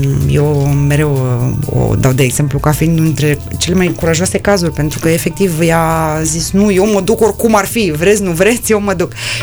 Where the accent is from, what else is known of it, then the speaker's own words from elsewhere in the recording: Bucharest, Romania; eu sunt din România, sunt din București.